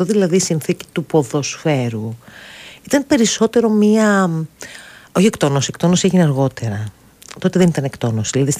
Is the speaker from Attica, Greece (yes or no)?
yes; Piraeus, Attica, Greece; μεγαλώσαμε στον Πειραιά